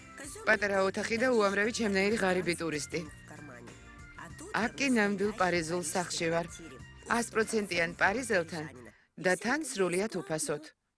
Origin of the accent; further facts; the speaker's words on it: Kyiv, Ukraine; მე კიევიდან ვარ.